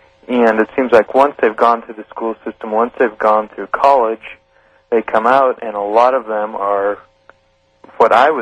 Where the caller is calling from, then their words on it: Portland, Oregon, United States; I'm calling from Portland